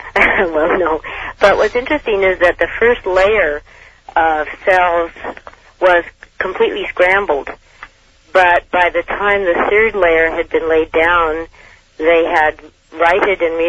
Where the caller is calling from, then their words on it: Portland, Oregon, United States; I'm calling from Portland